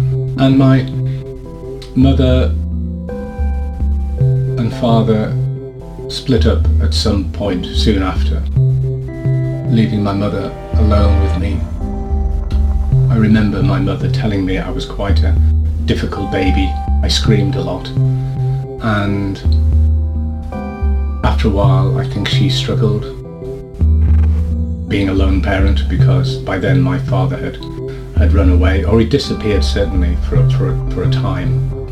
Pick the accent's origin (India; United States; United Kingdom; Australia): United Kingdom; Brighton, South East England; born there; 7th of July, 1964. I was born in Brighton, and my mother was a Brighton woman, and my father was Jamaican.